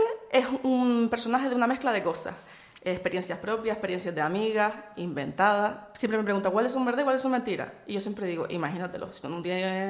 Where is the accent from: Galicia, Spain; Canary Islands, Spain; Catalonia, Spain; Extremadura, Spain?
Canary Islands, Spain; accent: Canarian; encima tengo el acento bastante a veces marcado, canario, canarión, como me dice la canariona.